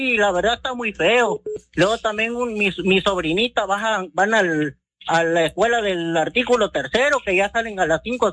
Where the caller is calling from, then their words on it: Mexico; Nosotros somos de Los Cocos